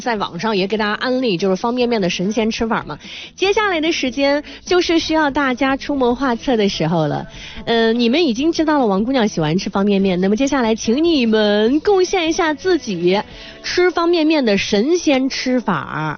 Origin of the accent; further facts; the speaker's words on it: Xinjiang, China; 是的呢，我是新疆的。